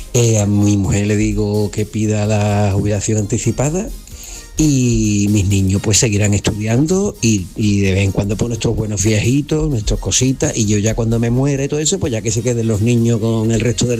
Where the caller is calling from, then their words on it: Cádiz, Andalusia, Spain; de Cádiz, se me olvidaba.